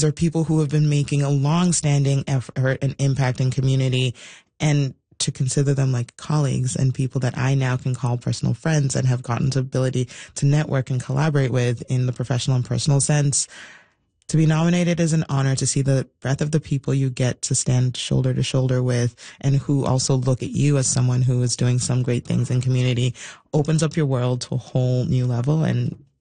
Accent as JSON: {"language": "English", "country": "Nigeria", "lives_now": "Canada", "said": "person who was navigating two worlds as a Nigerian, as a Canadian, to be recognized by the Nigerian community in the diaspora was truly heartwarming."}